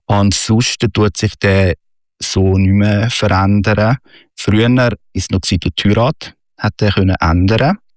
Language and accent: German; Illnau-Effretikon, Zurich, Switzerland; Ich habe mich da zum Beispiel in Ilnau-Effretiken einbürgern lassen als Schweizer. Das heisst, ich habe jetzt noch einen zweiten Heimatort bekommen, weil ich bin da aufgewachsen.